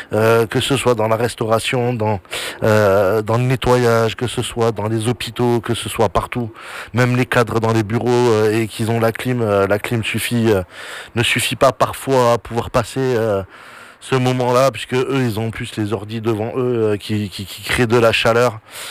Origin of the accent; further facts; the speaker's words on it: France; chez nous en France